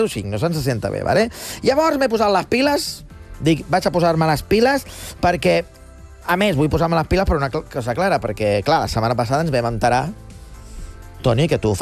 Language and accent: Catalan; Catalonia, Spain; I som catalans